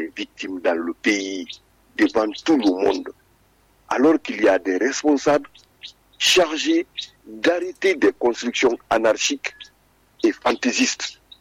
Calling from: Guinea

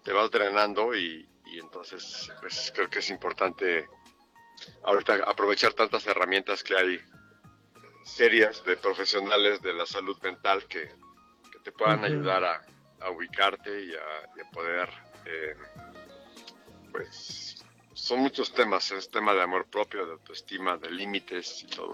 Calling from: Mexico City, Mexico; Aquí de la Ciudad de México.

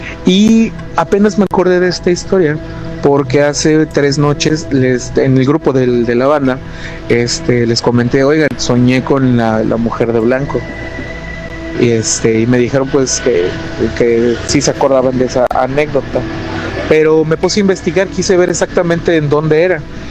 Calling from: Chilpancingo, Guerrero, Mexico; aquí de Chilpancingo, Guerrero, de donde les mando el audio.

